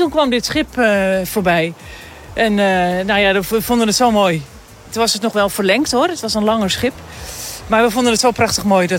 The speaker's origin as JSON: {"language": "Dutch", "town": "Amstelveen", "region": "North Holland", "country": "Netherlands", "moved": "as an adult", "lives_now": "Woudrichem, Netherlands", "said": "Wij komen oorspronkelijk uit Amsterdam-Amstelveen. Ja. Maar het schip, we wonen dus op het schip al 40 jaar. En het schip ligt nu in Woudrichem."}